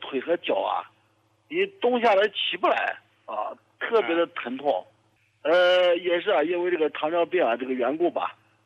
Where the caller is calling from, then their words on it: Heilongjiang, China; 我是来自咱们黑龙江的一个朋友，我今年68岁了。